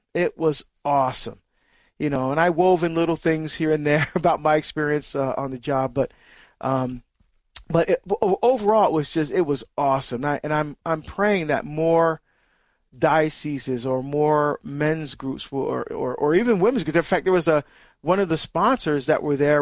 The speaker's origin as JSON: {"language": "English", "region": "New Jersey", "country": "United States", "tie": "born or raised there", "moved": "yes", "lives_now": "Oregon, United States", "said": "I was in my home state of New Jersey"}